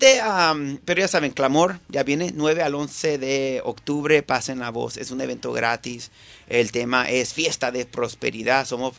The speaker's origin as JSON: {"language": "Spanish", "country": "Venezuela", "said": "Si yo como venezolano quiero participar"}